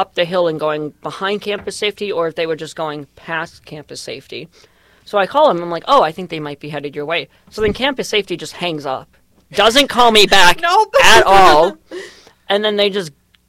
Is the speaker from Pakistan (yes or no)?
no; Indiana, United States; I'm from Indiana.